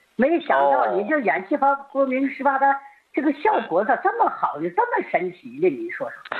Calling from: Tianjin, China; 我是天津的。

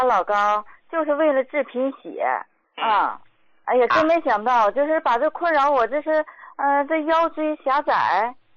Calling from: Shaanxi, China; 我是陕西人，然后我今年72了。

